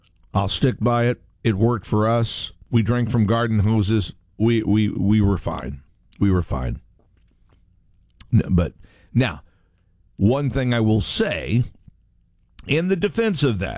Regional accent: Poplar Bluff, Missouri, United States; I was born and raised in Poplar Bluff, Missouri.

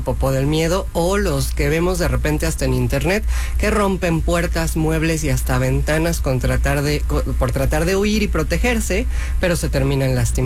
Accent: Mexico; Yo sé que somos flojos los mexicanos y no nos gusta tener que ir al médico.

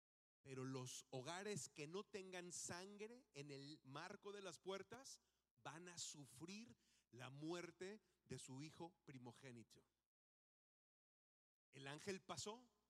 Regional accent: Aguascalientes, Mexico; yo crecí en Aguascalientes.

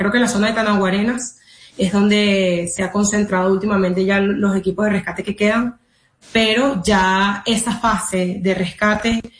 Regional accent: La Guaira, Venezuela; nació en La Guaira, somos de La Guaira

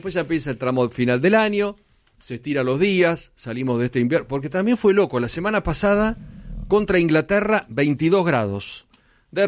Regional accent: Argentina; yo soy argentino, pero futbolero. Como argentino.

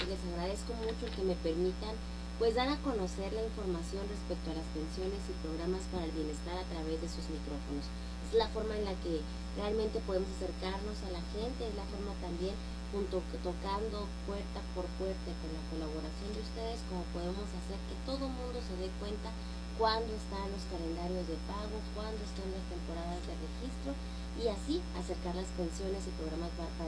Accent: Ciudad Juárez, Chihuahua, Mexico; born there; personas que somos, que nacimos de, que venimos del pueblo de aquí de Juárez, que venimos del pueblo de Chihuahua, que venimos del pueblo de México

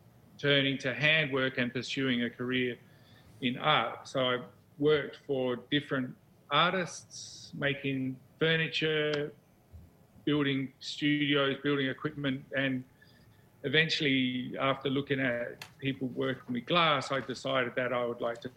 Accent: Adelaide, South Australia, Australia; moved away; I'm from Adelaide in Australia, been here. My family's been in Australia for 150 years, about maybe 160, 170, for a while.

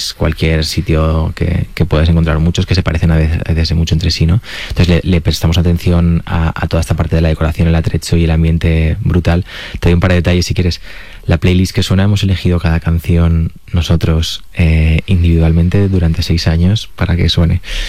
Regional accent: Valencian Community, Spain; Los domingos hago paellas como buen valenciano en casa

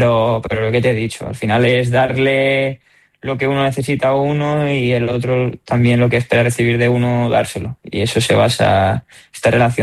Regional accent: Terrassa, Catalonia, Spain; yo soy catalán y en Cataluña tenemos exacto, tenemos de las dos

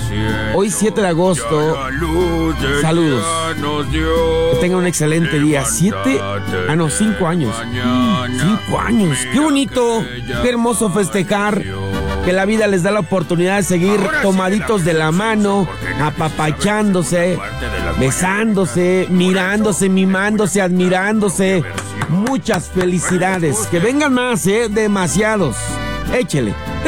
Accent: Toluca, State of Mexico, Mexico

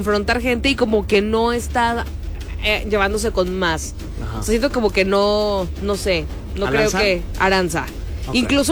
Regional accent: Mexico; Pues saben que soy de México, yo como chile.

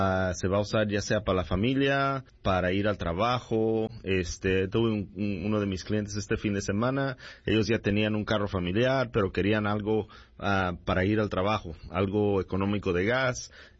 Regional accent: Lamont, California, United States; also born or lived in Bakersfield, California; Soy nacido aquí en Bakersfield, creado allá por el área de Lamont, California.

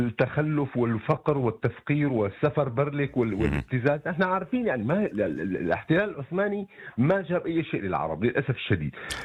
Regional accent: Syria; أنا اسمح لي أحكي أنا كمواطن سوري يعني بشكل محايد

